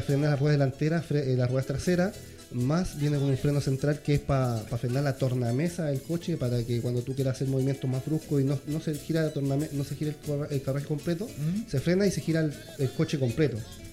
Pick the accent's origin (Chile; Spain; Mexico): Chile; Longaví, Maule; Siempre donde voy digo que soy longaviano, chileno de Longaví, mis raíces siempre han sido Longaví, así que siempre con mi pueblo encima, siempre nombrando a mi pueblo donde quiera que vaya. Longaví está en mi corazón y siempre voy ahí.